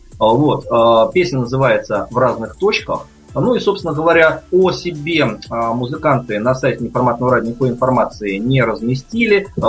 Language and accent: Russian; Kazan, Tatarstan, Russia; Из Казани.